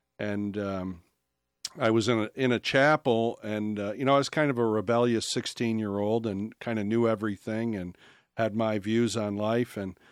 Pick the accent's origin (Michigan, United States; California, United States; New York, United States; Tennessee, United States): New York, United States; Endicott; And I grew up in this region, actually, in Endicott.